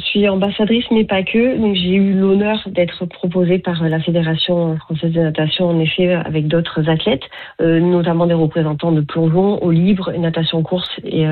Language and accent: French; France; Donc on est chez nous en France.